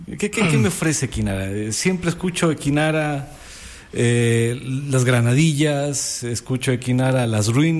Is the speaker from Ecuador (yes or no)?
yes; Cuenca, Azuay, Ecuador; accent: morlaco; Chancleta, bueno, yo soy cuencano, ¿no? Entonces, de vez en cuando el geolecto morlaco con el que crecí.